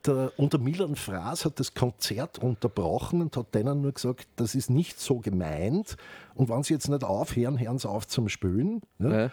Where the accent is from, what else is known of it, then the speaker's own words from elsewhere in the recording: Austria; Limonaden, die es bei uns zu Hause in Österreich nicht gab.